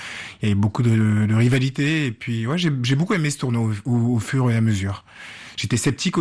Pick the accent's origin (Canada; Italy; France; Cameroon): Cameroon; mon pays d'origine, le Cameroun.